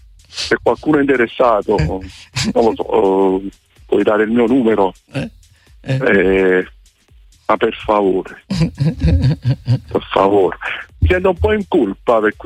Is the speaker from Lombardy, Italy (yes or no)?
no; Naples, Campania, Italy